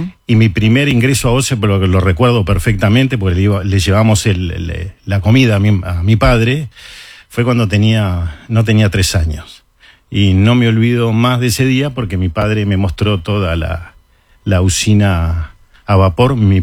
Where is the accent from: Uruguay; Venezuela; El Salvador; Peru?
Uruguay; Aguas Corrientes, Canelones; also born or lived in Santa Lucía, Uruguay; mi pueblo nunca desapareció.